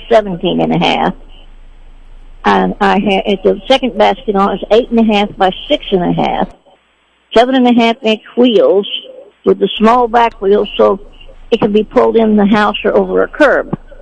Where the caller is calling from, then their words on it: Sedalia, Missouri, United States; I'm calling from Sedalia.